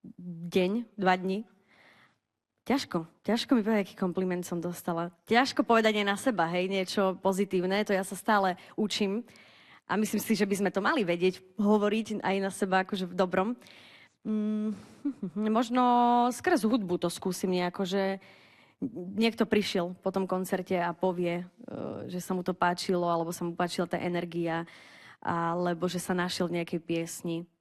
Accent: Bardejov, Prešov Region, Slovakia; ja pochádzam zo sídliska Vimbark v Bardejove

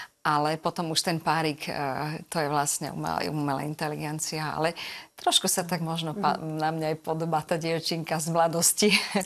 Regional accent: Stropkov, Prešov Region, Slovakia; moved away as an adult; also born or lived in Svidník; ja pochádzam zo Stropkova, zo severu východu Slovenska

